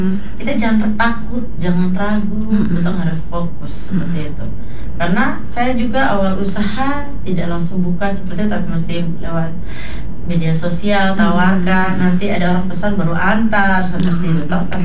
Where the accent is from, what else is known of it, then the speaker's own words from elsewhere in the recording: Papua, Indonesia; Kalau kita orang Papua bilang mulut macam mau terbakar.